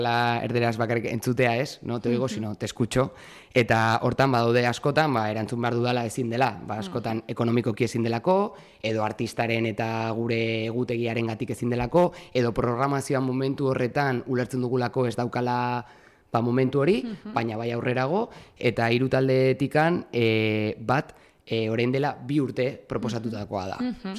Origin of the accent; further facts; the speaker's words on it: Irun, Basque Country, Spain; Hau begira, ba ni Irundarra naiz, orain dela 10 urte, ostras, ba ez du ezagutzen